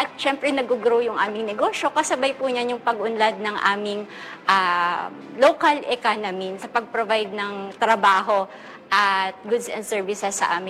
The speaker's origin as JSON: {"language": "Tagalog", "region": "Bicol Region", "country": "Philippines", "said": "ginagamit ko po yung mga cacao beans na galing sa amin sa Bicol."}